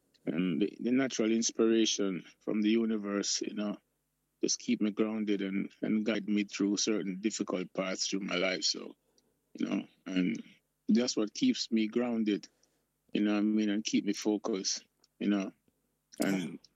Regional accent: Spanish Town, Jamaica; most of my life I grew up in Jamaica.

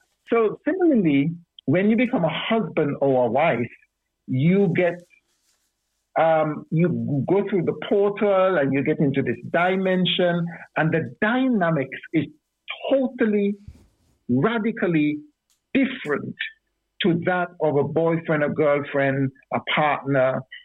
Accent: Montserrat; I'm from Montserrat.

